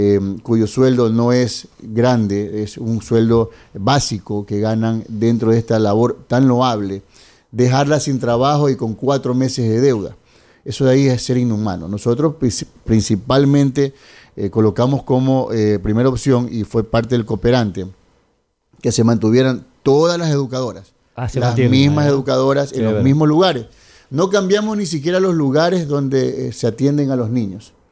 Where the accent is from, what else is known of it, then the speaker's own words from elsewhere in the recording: Manta, Manabí, Ecuador; born there; now in Jaramillo, Ecuador; yo soy nacido en Manta y tengo domicilio electoral en Jaramillo